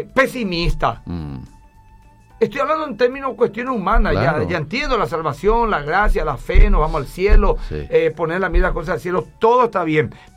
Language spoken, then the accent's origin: Spanish; Paraguay; Somos pocos los paraguayos, somos pobres los paraguayos.